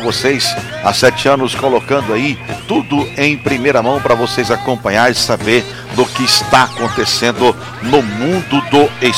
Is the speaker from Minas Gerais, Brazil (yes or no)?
no; São Paulo, Brazil; moved away as an adult; Eu que sou do interior de São Paulo, estou aqui há 16 anos, né?